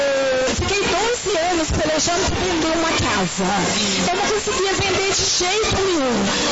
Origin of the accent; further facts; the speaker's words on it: Contagem, Minas Gerais, Brazil; sou do Jardim Riacho, Contagem.